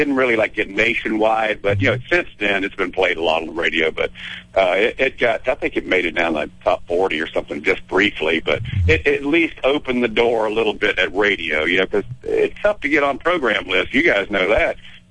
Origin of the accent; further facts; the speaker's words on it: Jacksonville, Florida, United States; we came from Jacksonville, Florida, and it was a Navy town, so. When we were kids, we played sailors clubs.